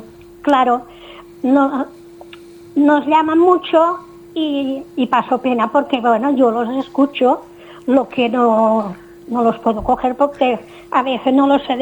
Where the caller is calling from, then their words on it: Es Castell, Balearic Islands, Spain; De Villacarlos.